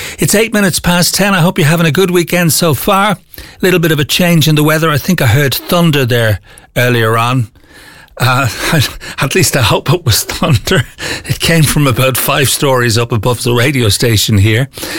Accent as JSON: {"language": "English", "country": "Ireland", "said": "as an Irishman."}